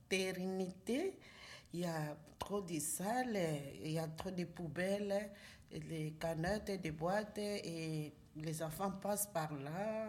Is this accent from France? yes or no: no; Belgium; born there; Je suis née ici en Belgique.